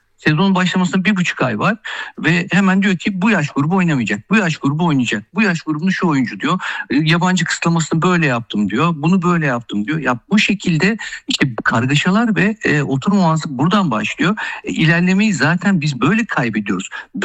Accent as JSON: {"language": "Turkish", "region": "Istanbul", "country": "Turkey", "tie": "born or raised there", "said": "İstanbul'da bir sokaklarda büyüdük. Futbol sahalarında, toprak futbol sahalarında büyüdük."}